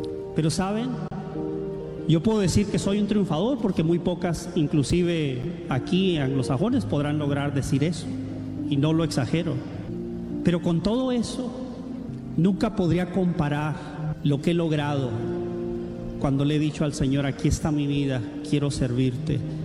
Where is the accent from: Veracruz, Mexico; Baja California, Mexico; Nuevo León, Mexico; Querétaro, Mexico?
Baja California, Mexico; Tijuana; now in United States; la vecindad donde crecí en Tijuana